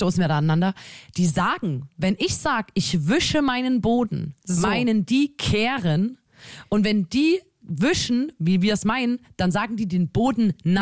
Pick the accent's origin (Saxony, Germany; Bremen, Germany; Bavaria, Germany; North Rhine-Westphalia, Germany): Saxony, Germany; Ich muss es jetzt mal sagen, wir kommen aus Sachsen.